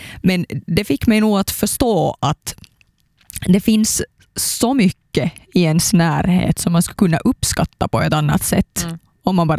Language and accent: Swedish; Tampere, Pirkanmaa, Finland; Den egna staden man har vuxit upp i. Alltså, jag är uppvuxen i Tammerfors.